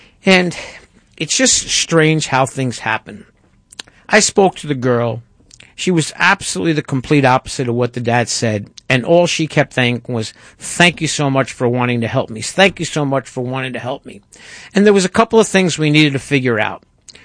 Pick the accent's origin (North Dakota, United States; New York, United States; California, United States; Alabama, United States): New York, United States